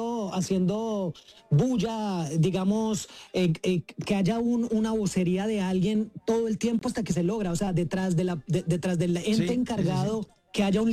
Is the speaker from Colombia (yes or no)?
yes; Colombia; yo me uno como colombiano